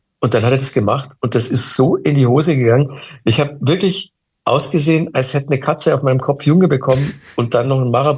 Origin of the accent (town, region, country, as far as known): Manching, Bavaria, Germany; born or raised there